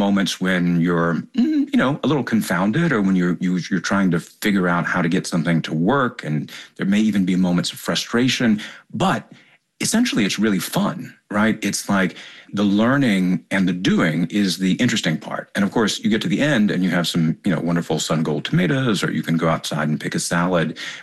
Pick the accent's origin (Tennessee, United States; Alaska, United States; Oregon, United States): Tennessee, United States; I come from East Tennessee farmers on my dad's side and Smoky Mountain hillbillies on my mom's side.